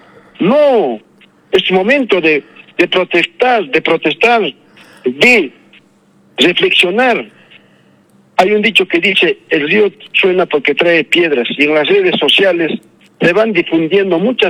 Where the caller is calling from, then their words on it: Calca, Cusco, Peru; saludar a mi tierra Calca, que está en el letargo, en el atraso